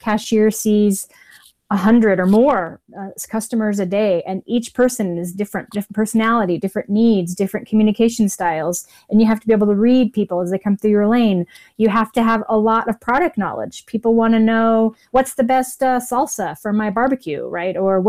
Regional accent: Utah, United States; moved away as an adult; also born or lived in Idaho / New York City; I couldn't afford life in New York City anymore. Moved back to my home state of Utah

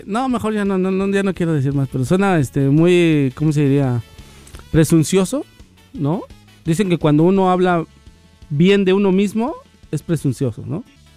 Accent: Mexico; no soy nada fan de ir porque no me siento representado como mexicano, la verdad.

